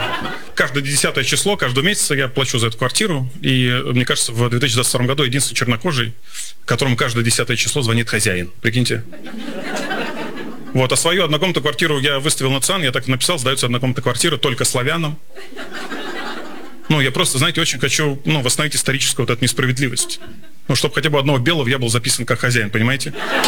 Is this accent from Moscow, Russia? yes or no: yes; Moscow, Russia; А я москвич, прикиньте. У меня, как у любого москвича, есть квартира в Москве. Она, естественно, от бабушки досталась.